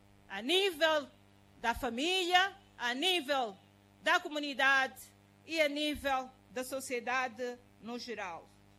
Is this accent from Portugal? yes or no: no; Mozambique; Isto exige a todos nós, como moçambicanos, a promoção do acesso ao desporto